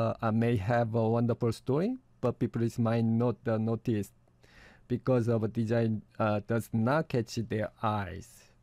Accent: Jeju, South Korea; English is a second language; When I told him I was from Jeju

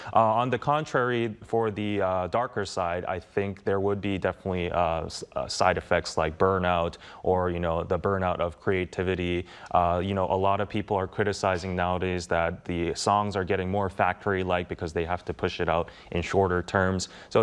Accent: Busan, South Korea; as it's my hometown

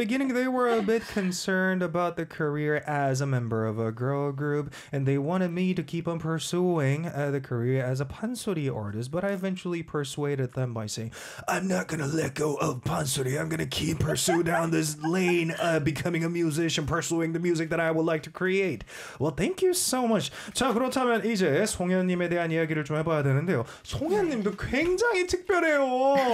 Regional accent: Daejeon, South Korea; it resembles my hometown, which is 대전.

